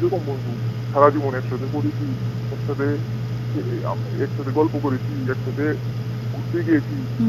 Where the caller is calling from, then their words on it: Agartala, Tripura, India; আমি আগরতলা থেকে